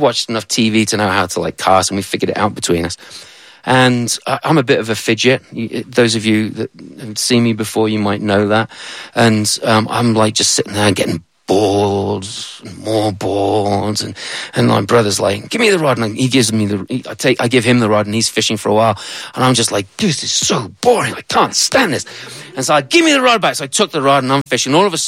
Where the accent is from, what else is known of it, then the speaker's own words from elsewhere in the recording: England, United Kingdom; moved away as an adult; now in United States; I'm English.